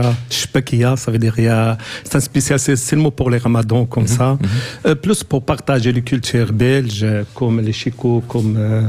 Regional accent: Fez, Fès-Meknès, Morocco; now in Belgium; je suis de Fès

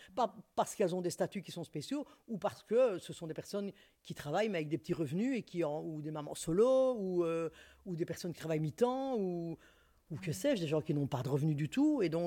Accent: Brussels, Belgium

